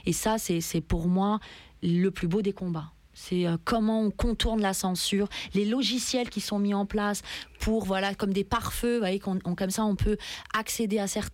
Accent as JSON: {"language": "French", "country": "France", "said": "je suis iranienne ». Comme là quand on me dit « mais tu viens d'où ?»« quoi, je suis française »"}